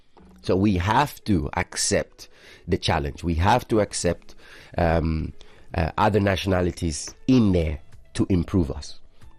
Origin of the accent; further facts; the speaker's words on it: Tanzania; now in Oman; growing up in Tanzania.